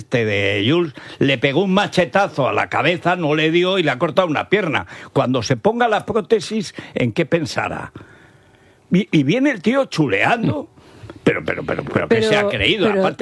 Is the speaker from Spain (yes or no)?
yes; Teruel, Aragon, Spain; pero a mí me da frío y soy de Teruel y me daba frío.